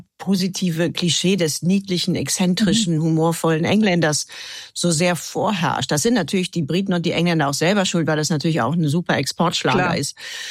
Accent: Germany; moved away; als Deutscher

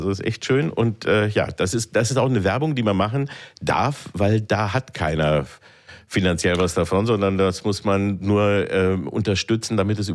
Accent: Peine, Lower Saxony, Germany; ich bin in Peine aufgewachsen

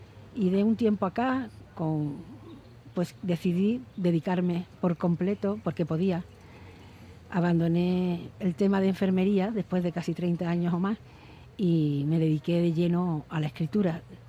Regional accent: Melilla, Spain; also born or lived in Rif, Morocco; soy melillense, pero yo también tengo algo de rifeña, bastante.

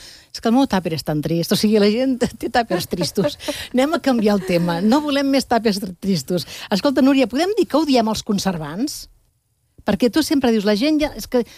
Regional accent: Lleida, Catalonia, Spain; Una mallorquina i una lleidatana

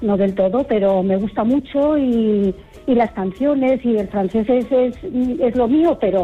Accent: Bilbao, Basque Country, Spain; Ah, bueno, yo soy de Bilbao.

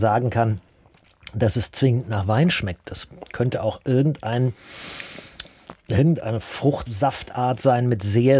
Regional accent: Bavaria, Germany; moved away; ich komme aus Unterfranken

